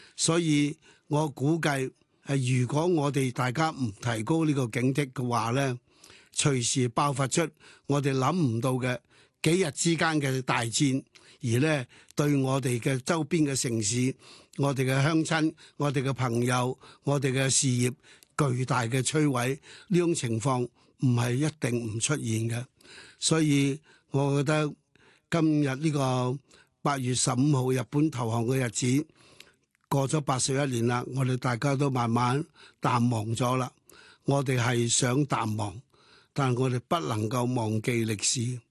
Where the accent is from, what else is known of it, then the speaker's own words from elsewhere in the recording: Hong Kong; 我在香港出生，香港长大，